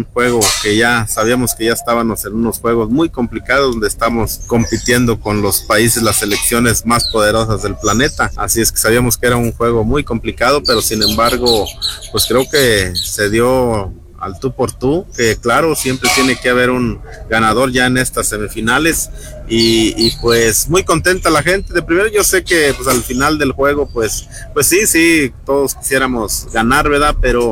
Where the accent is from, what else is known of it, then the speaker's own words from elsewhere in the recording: Mexico; todos como mexicanos nos sentimos orgullosos